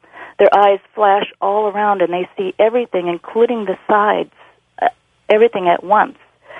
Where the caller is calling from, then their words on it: Arkansas, United States; from Arkansas.